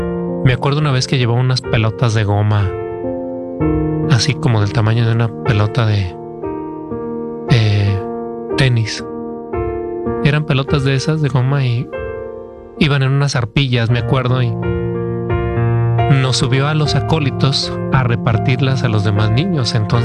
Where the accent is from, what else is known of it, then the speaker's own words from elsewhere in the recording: Jalisco, Mexico; Estar lejos de mi casa, de mi pueblo, irme a una ciudad que en aquel entonces, pues, para mí era completamente desconocida. Mi pueblo está como a 2 horas, pues, en automóvil de la ciudad de Guadalajara y yo nunca había ido a Guadalajara